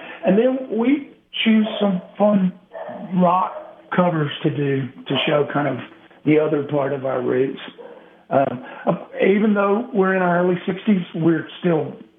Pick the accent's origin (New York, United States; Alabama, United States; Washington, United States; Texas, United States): Texas, United States; Where I grew up in East Texas, we had equal parts Mexican and great Cajun food.